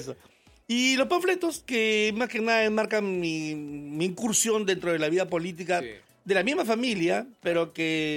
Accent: Lima, Peru; moved away; Soy de Barros Altos. Nací en Barros Altos, sí. Hace muchos años me sacaron de ahí.

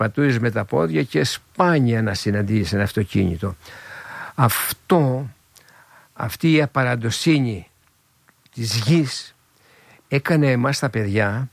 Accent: Agrinio, West Greece, Greece; born there; now in Athens, Greece; Το πιο σημαντικό όμως, με συγχωρείς, το πιο σημαντικό όμως ήταν ότι φύγαμε νωρίς από το Αγρίνιο και ήρθαμε στην Αθήνα. Φύγαμε το 1906.

